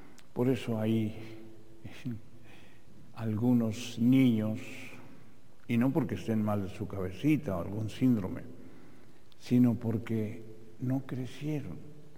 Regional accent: Mexico City, Mexico; born there; la parroquia donde yo nací, en esa colonia Ampliación Casas Alemán

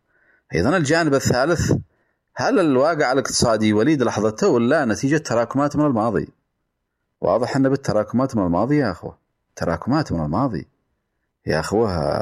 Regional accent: Yemen; وأن نرفع رأس اليمني، وأن نثبت وجودنا في العالم كله كيمنيين، وأن نبني بلادنا يا أخوة.

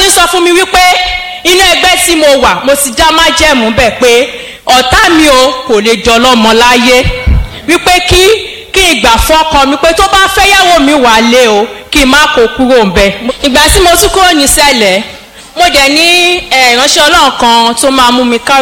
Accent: Ibadan, Oyo, Nigeria; si mo wa lati Sango Nibadan

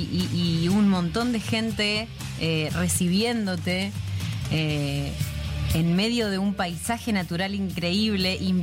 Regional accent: Argentina

